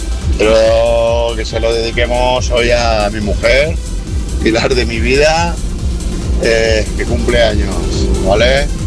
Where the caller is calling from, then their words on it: Valencian Community, Spain; de Batrais, Valencia, en ruta